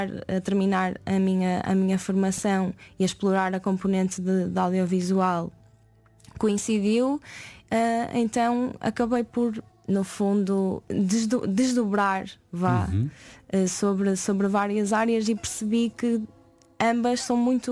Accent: Oliveira de Azeméis, Aveiro, Portugal; Sou de Oliveira das Meias, Porto, Aveiro, por aí, não muito.

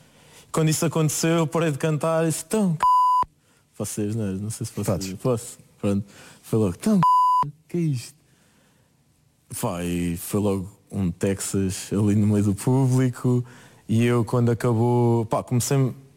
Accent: Ourém, Centro, Portugal; Eu digo sempre prima que sou de Orém, mas depois tenho que dizer que é, opá, o pé de Fátima.

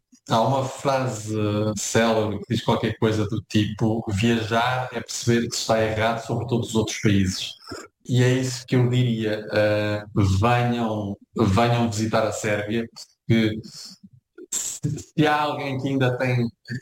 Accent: Portugal; now in Serbia; Portanto, dizer que somos portugueses nesta região é uma porta aberta

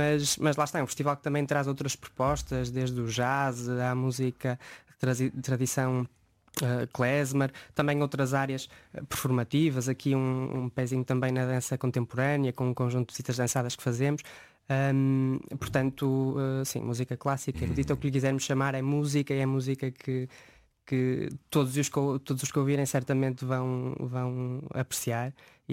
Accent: Portugal; moved away as an adult; also born or lived in Geneva, Switzerland; now in Amsterdam, Netherlands; Eu saí de Portugal para estudar em 2018

